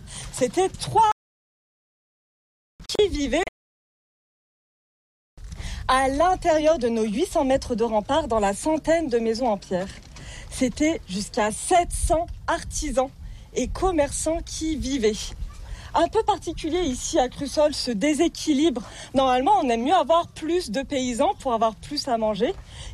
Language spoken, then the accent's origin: French; Guilherand-Granges, Auvergne-Rhône-Alpes, France; born there; Ouais, je suis née à Guirangrange.